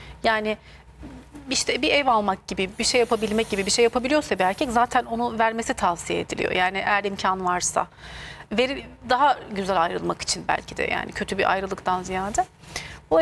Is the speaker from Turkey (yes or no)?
yes; Tokat, Turkey; Ben her zaman örnek veririm memleketim Tokat'ın halayında bile kadınlar erkeklerin omuzlarına çıkarak halay çekiyor.